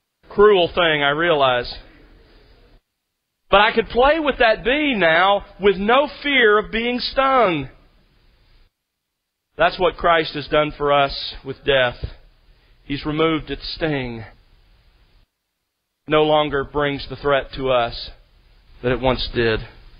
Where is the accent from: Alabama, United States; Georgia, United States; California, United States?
Alabama, United States; as a boy growing up in South Alabama